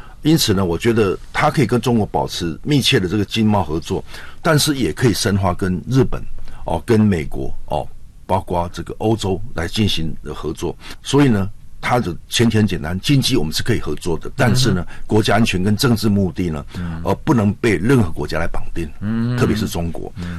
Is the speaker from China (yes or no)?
no; Taiwan; 那但是我们政治上哦，我们就是台湾人，